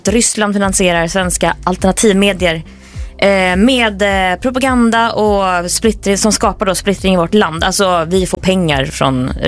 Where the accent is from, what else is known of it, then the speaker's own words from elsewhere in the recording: Värmland, Sweden; accent: Värmland dialect; Jag får köra min värmländska dialekt.